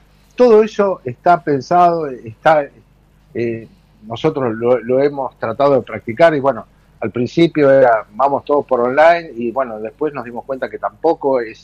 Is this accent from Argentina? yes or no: yes; Bahía Blanca, Buenos Aires Province, Argentina; yo soy de Bahía, así que decidí venir a instalarme por completo acá a Bahía Blanca, nunca descuidé el local de Punta Alta